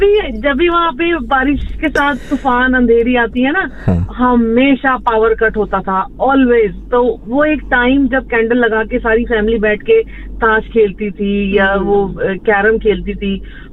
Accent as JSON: {"language": "Hindi", "region": "Chandigarh", "country": "India", "said": "अच्छा मैं चंडीगढ़ से हूँ वहाँ पे एक एरिया है 3B2"}